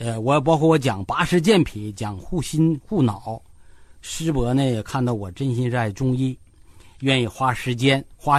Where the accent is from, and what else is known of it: Jilin, China